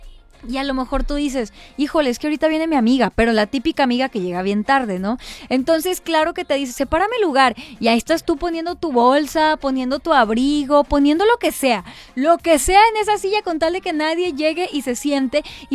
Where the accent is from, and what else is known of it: Mexico